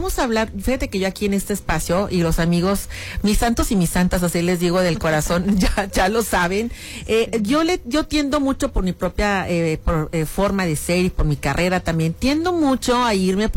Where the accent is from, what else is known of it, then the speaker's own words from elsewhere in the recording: Colima, Mexico; now in Piedras Negras, Mexico; Yo la segunda vez que vivo aquí, fíjate, la primera dije, bueno, nunca más me voy para allá, mi terruño, para allá, para Colima. Pues, ¿qué crees? Que al año y medio, 2 años, ahí vengo de regreso